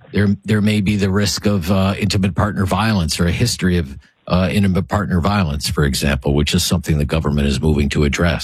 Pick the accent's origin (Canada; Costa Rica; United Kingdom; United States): Canada; Nova Scotia; I grew up in a small town in Cape Breton. I was told once in my hometown there were probably more guns than people.